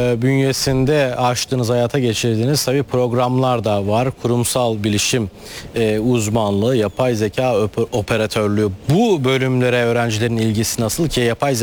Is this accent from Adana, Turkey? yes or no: yes; Adana, Turkey; bir Adanalı olarak Adana'nın ne kadar zengin bir mutfağa sahip olduğunu çok iyi biliyorum.